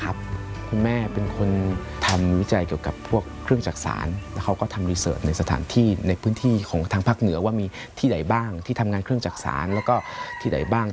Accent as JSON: {"language": "Thai", "region": "Chiang Mai", "country": "Thailand", "tie": "born or raised there", "said": "หลักๆเลยตรงนี้คือเอาภายในจังหวัดเชียงใหม่คือเป็นจังหวัดบ้านเกิดของเราเอง"}